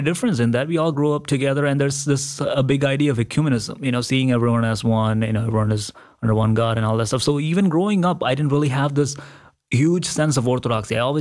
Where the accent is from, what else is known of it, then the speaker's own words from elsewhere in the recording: Kerala, India; growing up in India, growing up in Kerala always brings a smile to my face when I think about it